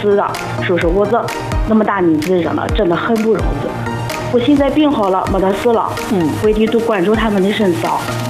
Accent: Anhui, China; 杨老师，我是安徽的。

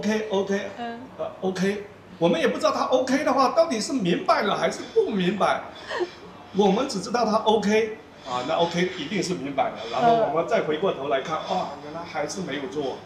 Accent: China; now in Vietnam; 按照我们中国人的话

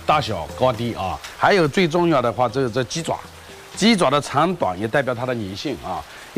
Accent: Dongyang, Zhejiang, China; 我们从小就是这个井水长大的，这个井呢是我们雅坑村有七个古井

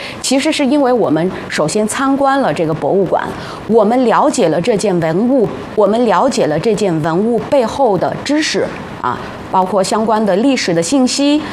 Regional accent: China

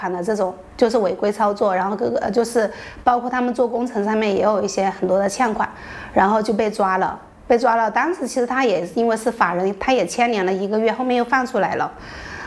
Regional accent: Hunan, China; 人家跟你只是朋友关系，他是湖北的，我是湖南的。

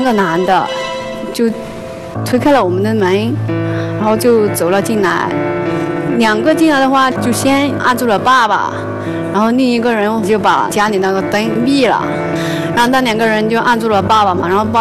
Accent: Chuxiong, Yunnan, China; 我来自云南郡雄。

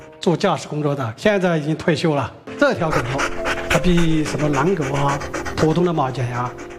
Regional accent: Chengdu, Sichuan, China; 大家好，我是从四川成都龙泉驿区来的，

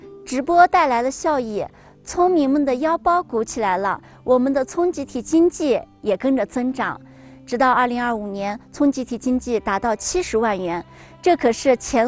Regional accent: Qinghai, China; moved away as an adult; 这灯火也是我用7年最美的青春，为生我养我的故乡写下的最深情的答卷。此时此刻回望这些年在茶纳村摸爬滚打的日子

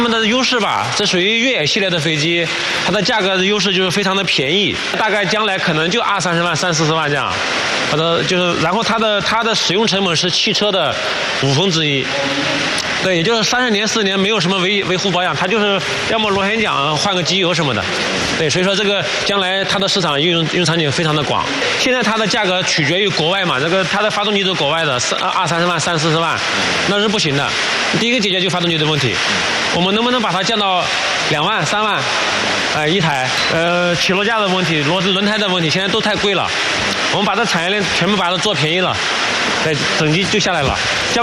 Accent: China; 那我是中国人嘛

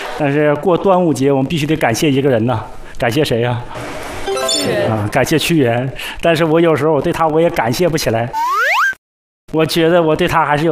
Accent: Jiamusi, Heilongjiang, China; 我是黑龙江佳木斯人

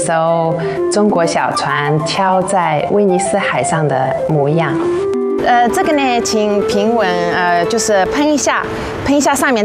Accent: Italy; 我是一个在意大利出生长大的中国人

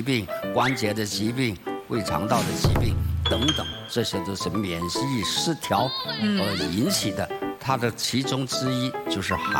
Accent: Guangdong, China; 我们广东人

